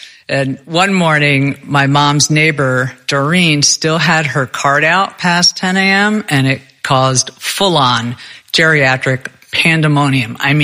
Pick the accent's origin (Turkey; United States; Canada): United States; New Jersey; I'm from New Jersey.